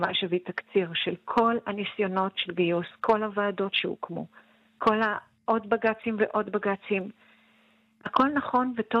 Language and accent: Hebrew; Bnei Brak, Tel Aviv District, Israel; אתה יודע, אני גדלתי בבני ברק, יש לי את התחושה שאיכשהו הם יצליחו להשתחל לתוך המעמד של לומדי תורה.